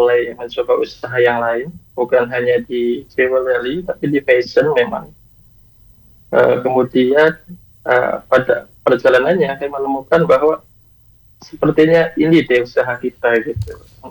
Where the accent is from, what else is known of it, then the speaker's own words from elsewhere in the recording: Indramayu, West Java, Indonesia; now in Yogyakarta, Indonesia; Kalau saya pribadi ya, asal dari Jawa Barat, Indramayu.